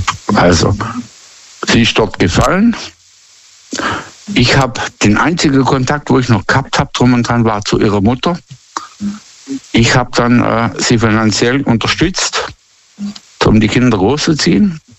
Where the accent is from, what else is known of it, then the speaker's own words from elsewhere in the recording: Baden-Württemberg, Germany; Nee, ich komme nicht aus dem Schwarzwald.